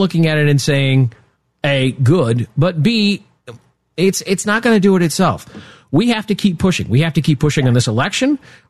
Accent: Nebraska, United States; moved away; But here's the thing is that when I grew up in Nebraska

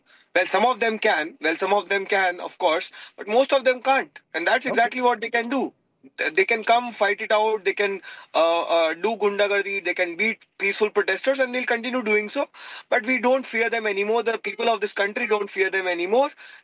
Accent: Jaipur, Rajasthan, India; born or raised there

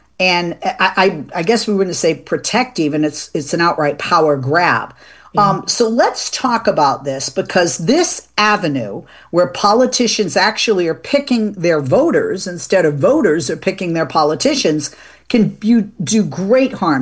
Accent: Boston, Massachusetts, United States; I'm from Boston, right? I'm born, bred, raised in Massachusetts.

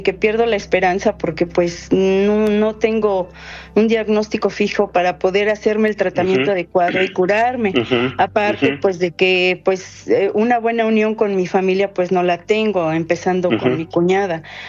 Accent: Mexico; Yo soy mexicana.

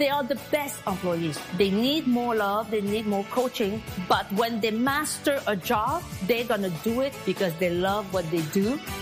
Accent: Montreal, Quebec, Canada; So I grew up in Montreal. My parents were working in a factory at a minimum wage.

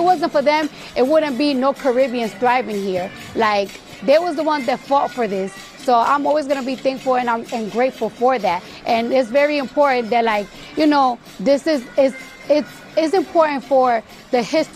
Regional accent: New York, United States; And I'm from New York, and I must say, they have the best food in America.

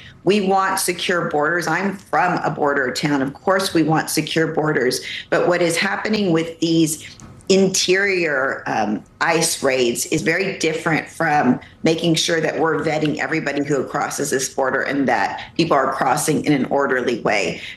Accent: Texas, United States; So many of us come from mixed status families. And we know that we are every bit as Texan

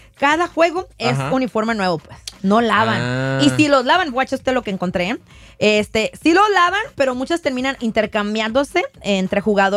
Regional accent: Mexico; es que yo todos los saco en metros, pues soy mexicana.

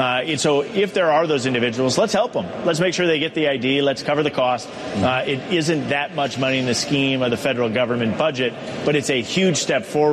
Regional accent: Wisconsin, United States; in my home state of Wisconsin, we have photo identification laws to vote.

